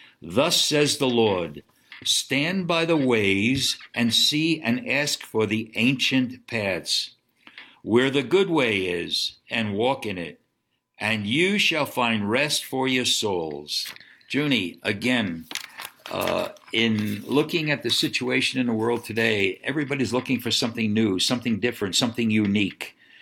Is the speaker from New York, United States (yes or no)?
yes; Brooklyn, New York, United States; growing up in Brooklyn, New York, you didn't see too many horse-drawn, what can I say, carriages or markets.